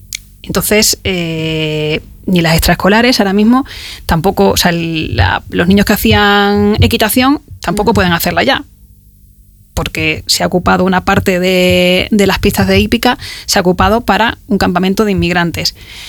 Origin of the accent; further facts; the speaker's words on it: Ceuta, Spain; alguien de Ceuta me parece irrisorio, porque llevamos toda la vida conviviendo